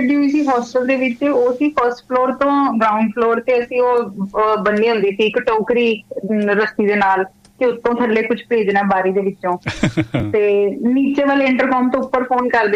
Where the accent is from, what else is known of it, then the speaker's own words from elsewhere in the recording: Punjab, India; ਪਿੰਡ ਚ ਪੜੀ ਆ ਮੈਂ ਕਿਹੜਾ ਸ਼ਹਿਰ ਚ ਪੜੀ ਆ ਮੇਰਾ ਪਿੰਡ ਵੀ ਤੁਹਾਡੇ ਨਵਾਂ ਸ਼ਹਿਰ ਦੇ ਕੋਲ ਹੀ ਸੀਗਾ